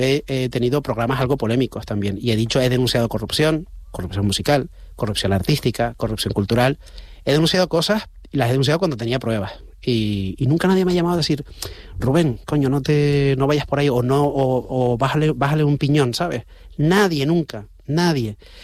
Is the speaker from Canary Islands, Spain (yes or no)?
yes; Canary Islands, Spain; Primero, sí, soy canario, y luego me quedo esperando a ver si saben dónde están las Canarias o no